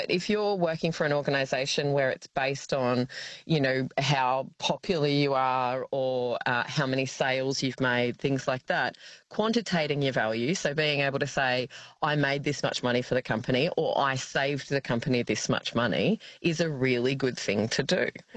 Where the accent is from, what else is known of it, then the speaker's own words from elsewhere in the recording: Australia; we're Australian. We don't like to big ourselves up, right?